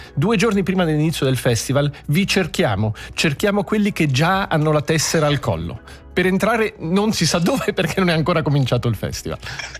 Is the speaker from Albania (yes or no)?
no; Locarno, Ticino, Switzerland; E io che sono di Locarno